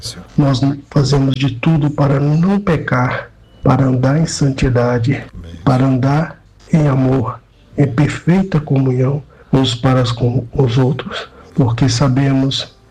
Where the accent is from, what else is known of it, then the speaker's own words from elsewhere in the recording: Brumadinho, Minas Gerais, Brazil; sou de Brumadinho.